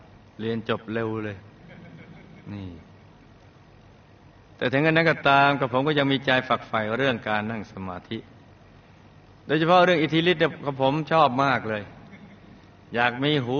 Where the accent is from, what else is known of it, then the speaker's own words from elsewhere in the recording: Phetchabun, Thailand; born there; กับผมเกิดในครอบครัวเกษตรกรรมที่ค่อนข้างยากจนจังหวัดเพชรบูรณ์มีพี่น้อง3คนกับผมเป็นลูกชายคนโต